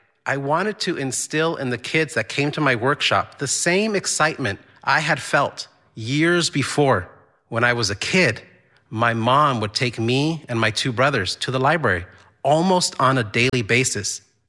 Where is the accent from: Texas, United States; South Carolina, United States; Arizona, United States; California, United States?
Texas, United States; El Paso; moved away as an adult; also born or lived in Juarez, Mexico; now in Boston, United States; I was born and raised in El Paso, Texas, but I was raised in two cities, El Paso, Texas, and Juarez, Mexico. I have been living here in the Boston area for, I would say, about 21 years